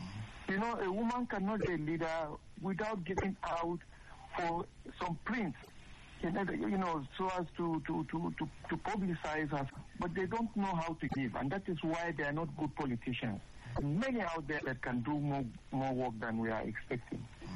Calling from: Numan, Adamawa, Nigeria; from Numan, Nigeria.

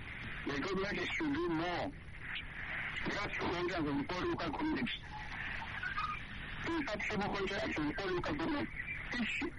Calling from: Suleja, Niger State, Nigeria; I'm calling from Sleja.

